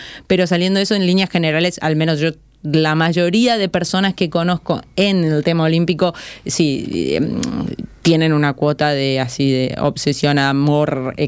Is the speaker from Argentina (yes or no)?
yes; Argentina; Yo soy de Argentina, para el que no se dio cuenta del acento.